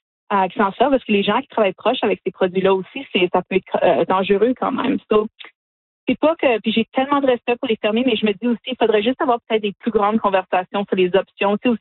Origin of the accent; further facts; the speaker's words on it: Sudbury, Ontario, Canada; nous, on vient de Sudbury. Donc, c'est une ville minière où on paye encore le prix pour certaines des choses qui sont passées dans le passé.